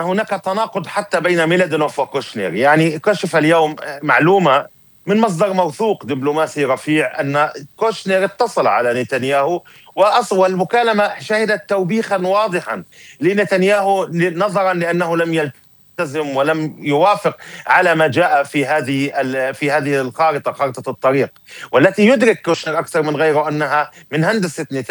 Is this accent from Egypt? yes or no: no; Palestine; من حقنا كفلسطينيين